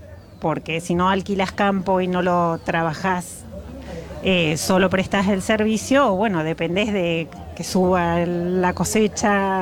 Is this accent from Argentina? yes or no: yes; San Antonio Areco, Buenos Aires Province, Argentina; San Antonio Areco.